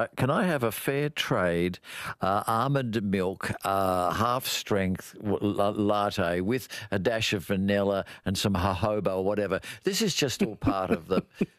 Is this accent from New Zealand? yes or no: no; Melbourne, Victoria, Australia; I'm sorry, I was from Melbourne.